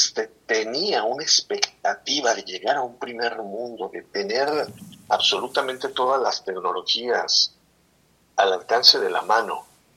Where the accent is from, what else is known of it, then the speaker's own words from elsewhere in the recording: Mexico; Es completamente diferente a somos mexicanos.